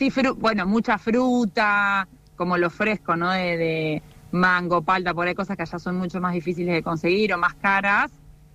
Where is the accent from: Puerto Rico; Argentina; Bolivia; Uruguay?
Argentina; moved away as an adult; now in Australia; Como decir que sos argentino, es como, qué bueno, les gusta.